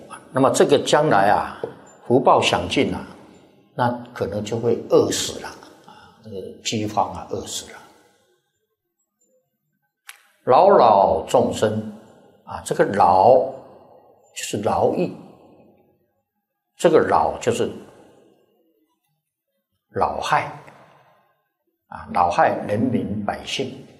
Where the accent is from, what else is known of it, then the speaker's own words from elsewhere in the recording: Taiwan; 我们是台湾来的啊，带些钱呐、在这边呐、哎呀，蛮好用的